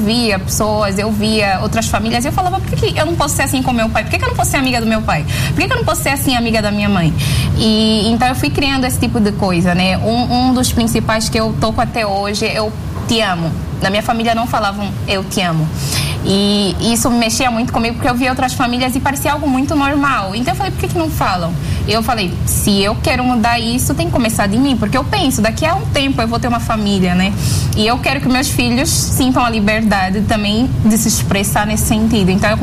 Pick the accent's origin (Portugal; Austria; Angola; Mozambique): Angola; now in Brazil; Eu venho de uma cultura, eu sou africana, eu venho de uma cultura totalmente diferente.